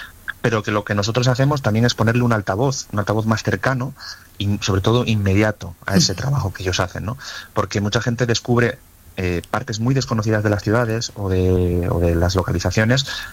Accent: Asturias, Spain; yo soy asturiano

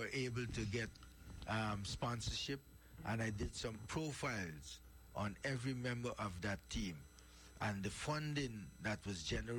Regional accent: Guyana; I'm South American by nature. I'm Guyanese in South America

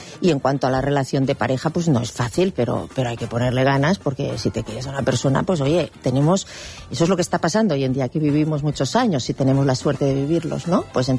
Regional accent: Catalonia, Spain; es porque yo dije que como catalán no había pareja, no, esto dije, no había pareja más catalana que la nuestra, dije.

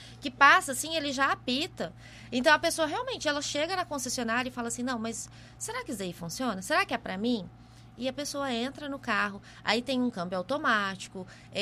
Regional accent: Mato Grosso, Brazil; moved away as an adult; now in Maceió, Brazil; E eu vim para a cidade litorânea, eu sou lá do Mato Grosso

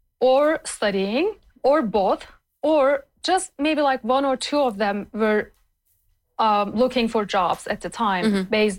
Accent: Turkey; now in Canada; Because I'm from Turkey and my brother lives at home. And if I was still living in Turkey, I would most likely be living at home too.

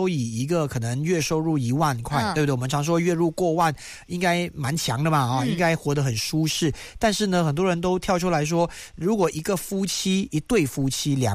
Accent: Malaysia; 因为我们都是马来西亚人嘛。

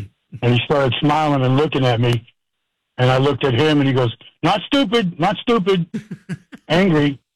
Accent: Massachusetts, United States; moved away; I'm from Massachusetts.

